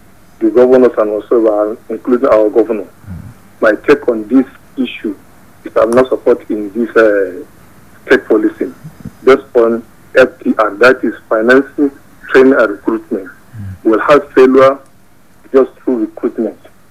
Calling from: Nigeria; I'm calling from Angwanda, Musa, here in just north.

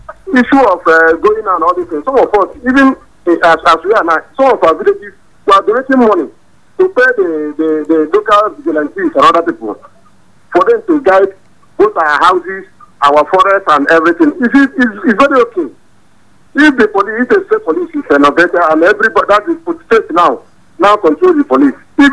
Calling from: Nigeria; I say this is … calling from Serindada.

